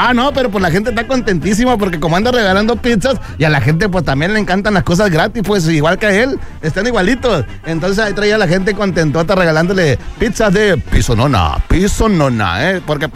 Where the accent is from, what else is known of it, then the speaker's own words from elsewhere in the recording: Sinaloa, Mexico; now in Mexicali, Mexico; Soy orgullosamente mexicano y sobre todo sinaloense